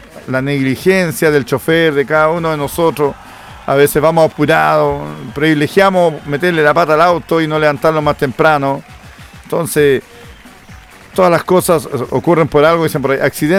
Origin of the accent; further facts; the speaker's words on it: Chile; Pero como el chileno, aunque no sea en la pista, nosotros nos frenamos igual